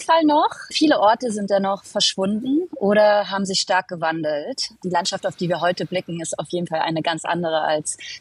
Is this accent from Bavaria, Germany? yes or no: no; Saxony-Anhalt, Germany; in der Kleinstadt in Sachsen-Anhalt, wo ich aufgewachsen bin, einen Club zu eröffnen in einem verlassenen Haus.